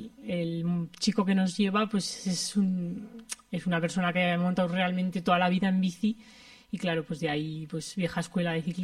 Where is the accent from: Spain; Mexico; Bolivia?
Spain; Alfamén, Aragon; un sitio de allí cerca de mi pueblo, de Alfamén